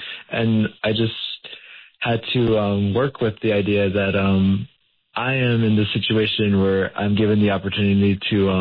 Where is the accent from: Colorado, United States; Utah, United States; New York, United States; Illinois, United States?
Utah, United States; Miami Valley; since I come from Miami Valley, Utah, which is a really rural community, and it's almost isolated in a way